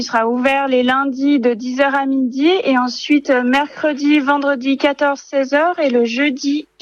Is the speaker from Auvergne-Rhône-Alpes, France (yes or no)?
yes; Annemasse, Auvergne-Rhône-Alpes, France; born there; now in Mieussy, France; Non, je ne suis pas née à Bellevaux. je suis née à Annemasse, mais j'habite à Mieuxcy, donc à une vingtaine de kilomètres.